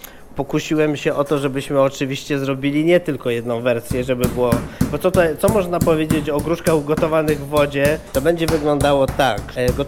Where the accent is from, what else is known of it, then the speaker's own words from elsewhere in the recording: Brzeziny, Łódź Voivodeship, Poland; Brzeziny to są moje rodzinne strony